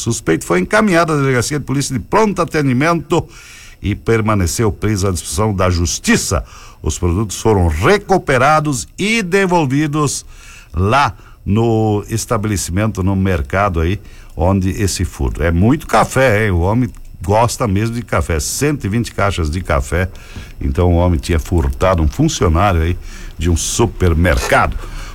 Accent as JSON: {"language": "Portuguese", "town": "Salvador do Sul", "region": "Rio Grande do Sul", "country": "Brazil", "tie": "born there", "said": "Eu sou nascido em Salvador do Sul, é. Na minha carteira de identidade tá naturalidade Salvador do Sul."}